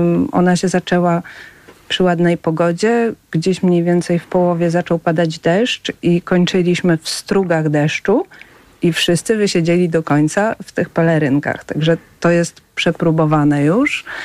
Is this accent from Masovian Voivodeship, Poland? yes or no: yes; Warsaw, Masovian Voivodeship, Poland; born there; ja jestem warszawianką z urodzenia i ja w Zamku Królewskim, może byłam raz w życiu, wstyd przyznać, z jakąś wycieczką szkolną